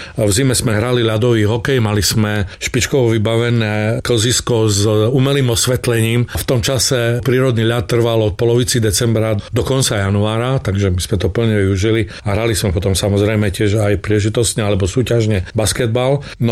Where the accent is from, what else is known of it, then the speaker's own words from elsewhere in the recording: Čemerné, Prešov Region, Slovakia; also born or lived in Bardejov; Ja som sa narodil v Bardejove a potom sme sa presťahovali do Čemerného, pretože otec bol lekár a zaviedlo tam misia lekára.